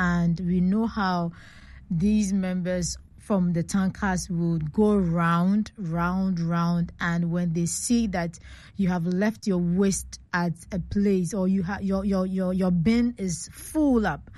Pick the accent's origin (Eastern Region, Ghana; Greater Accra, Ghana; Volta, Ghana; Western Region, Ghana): Eastern Region, Ghana; Koforidua; And that is where I grew up at Koforidua in the Eastern region